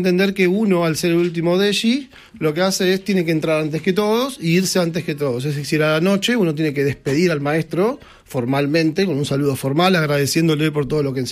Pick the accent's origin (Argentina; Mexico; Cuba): Argentina; porque somos argentinos y tenemos costumbres totalmente distintas, ¿no?